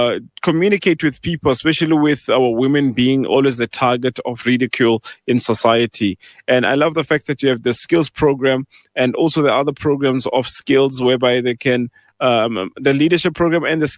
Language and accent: English; Pretoria, Gauteng, South Africa; now in Johannesburg, South Africa; originally I'm from Pretoria myself, studied first year in my in terms of the Mu'allim course in Lodium, then came to Johannesburg.